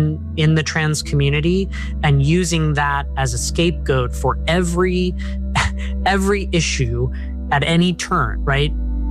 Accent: Colorado Springs, Colorado, United States; born or raised there

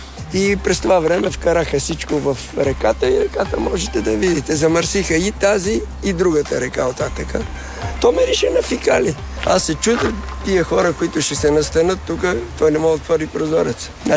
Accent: Sofia, Sofia City, Bulgaria; Ние бехме единствените тук две семейства, които дойдохме от Васил Коларов, сегашната Солунска. Там съм и завършил в 6-то на граф Игнатев и 6 септември, 4-ти клас.

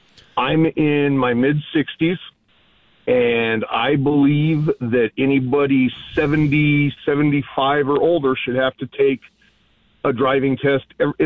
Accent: Colorado, United States; See, I didn't. I grew up in Colorado. It was an option.

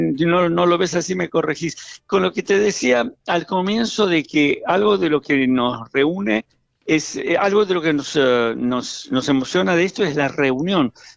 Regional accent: Argentina; soy argentino yo también

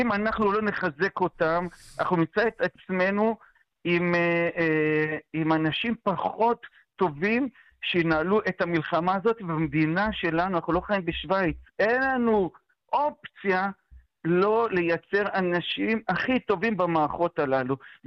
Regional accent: Jerusalem, Jerusalem District, Israel; צריך לשמור על הדברים שבקונצנזוס שאני גדלתי עליהם כירושלמי, בסדר? אני נולדתי בתוך בית קפה, בסדר? בתוך ירושלים, בצטרום של הצטרום

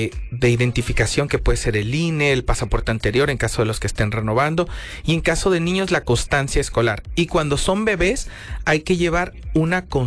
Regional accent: Mexico; Si somos mexicanos, el pasaporte mexicano es súper fácil de obtener.

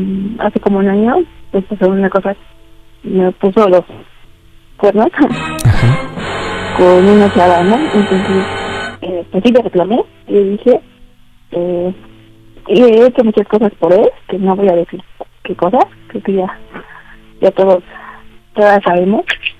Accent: Magdalena Contreras, Mexico City, Mexico; 31 años y soy de la Magdalena Contreras.

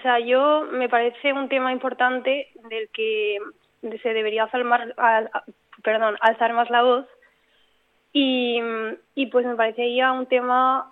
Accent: Villamediana de Iregua, La Rioja, Spain; also born or lived in Madrid; soy de Villamediana, sí que soy de La Rioja. Pero bueno, yo estudié la carrera en Madrid

